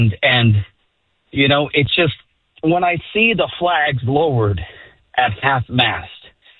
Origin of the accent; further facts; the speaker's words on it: United States; now in Sacramento, United States; I am not an expatriate. I love my country very much, right? I love America. That is my hometown. That is my homeland, right? I am an American. I bleed red, white, and blue.